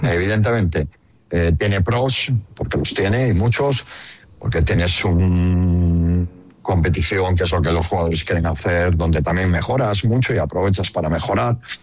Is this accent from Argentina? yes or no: no; Galicia, Spain; como entrenador gallego que soy.